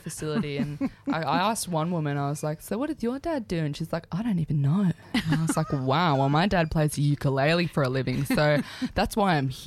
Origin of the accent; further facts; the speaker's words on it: Mullumbimby, New South Wales, Australia; I was born and raised in the Mullum Hospital that no longer exists.